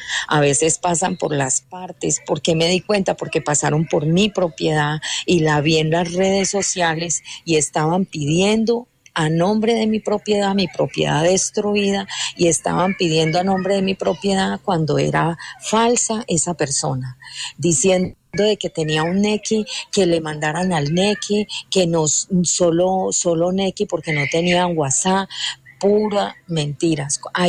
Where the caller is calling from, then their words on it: Pereira, Risaralda, Colombia; nosotros como usuarios en Pereira